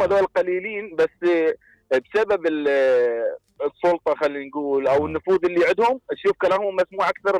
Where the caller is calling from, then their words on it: Baghdad, Baghdad Governorate, Iraq; من بغداد.